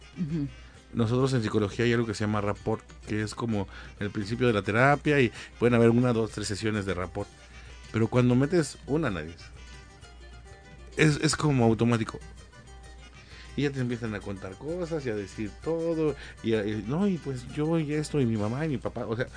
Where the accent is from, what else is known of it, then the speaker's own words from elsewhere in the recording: Mexico; Somos mexicanos